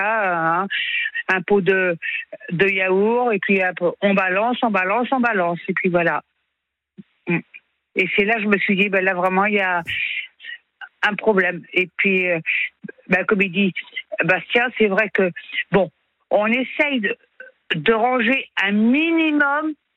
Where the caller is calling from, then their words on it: Nantes, Pays de la Loire, France; moi j'ai 59 et moi j'habite à Nantes.